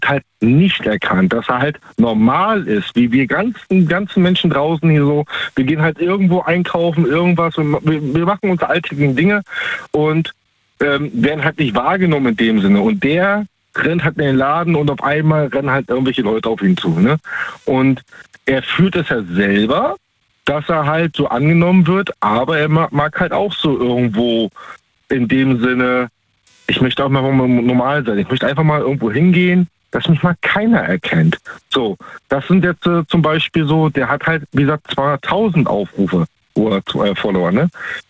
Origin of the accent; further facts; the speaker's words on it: Baltic coast, Germany; Ich bin ursprünglich aus der Ostsee, da oben die Ecke, ne? Mhm. Arbeite aktuell in Baden-Württemberg.